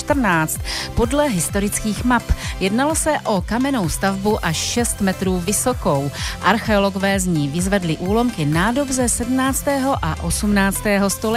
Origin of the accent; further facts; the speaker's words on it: Tišnov, South Moravian Region, Czechia; já jsem z Tišnova